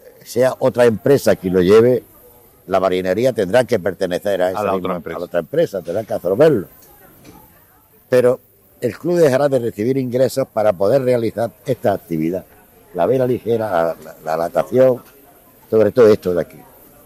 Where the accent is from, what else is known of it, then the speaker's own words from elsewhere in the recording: Motril, Andalusia, Spain; soy un motrileño, que nací en Motril, en la calle Canteras, en el año 1941, que he vivido en Motril siempre, prácticamente, siempre he vivido en Motril, y es una ciudad a la que quiero, que es la que llevo en mi alma y en mi corazón